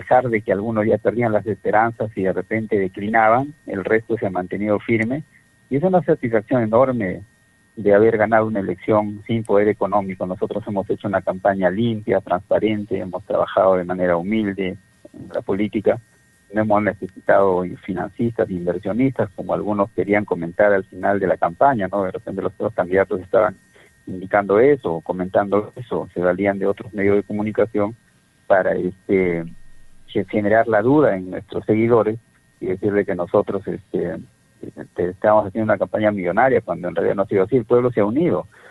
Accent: Salpo, La Libertad, Peru; estoy muy agradecido de mi pueblo de Salpo

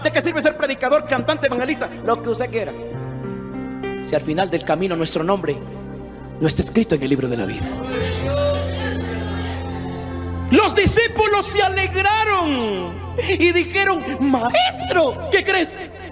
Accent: Nicaragua; Para los que no saben, soy nicaragüense, por eso me mira bien barbudo y hermoso.

